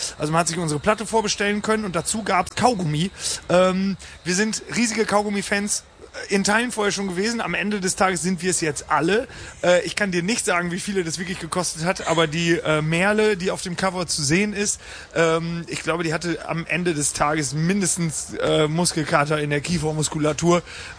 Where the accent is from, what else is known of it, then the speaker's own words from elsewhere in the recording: Osnabrück, Lower Saxony, Germany; wir kommen aus Osnabrück